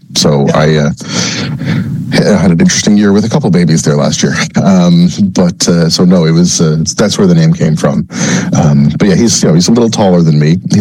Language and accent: English; Newfoundland and Labrador, Canada; if I try to set something in Newfoundland, then I end up taking it seriously. It's my home.